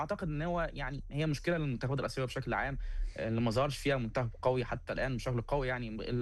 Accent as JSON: {"language": "Arabic", "country": "Egypt", "said": "يعني احنا كمصريين بندعي ربنا"}